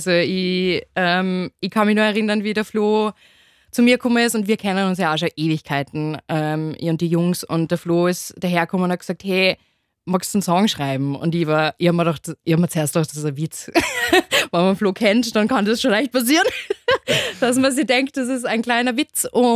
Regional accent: Upper Austria, Austria; ich bin auch voll für daheim in Oberösterreich, wo ich herkomme, bei meiner Fam

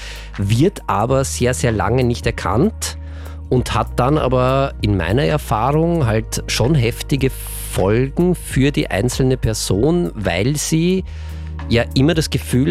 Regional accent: Austria

